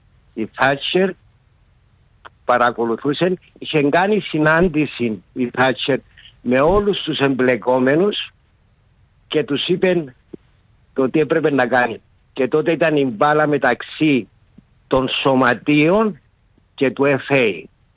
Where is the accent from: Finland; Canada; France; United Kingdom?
United Kingdom; London; now in Cyprus; εγώ μεγάλωσα στο Χάιπουρι, δίπλα μου το Χάιπουρι, μέσα και έξω.